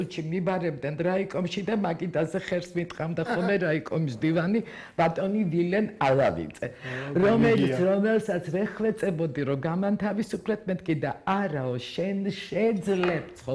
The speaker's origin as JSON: {"language": "Georgian", "region": "Tbilisi", "country": "Georgia", "tie": "born or raised there", "said": "მრავალუბნელი ვარ. დავიბადე ბელინსკის ქუჩაზე. 22 ნომერში."}